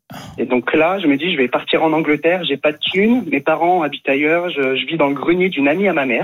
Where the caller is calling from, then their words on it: Japan; C'est le pourquoi je suis au Japon et quelque part le pourquoi je vous appelle aussi.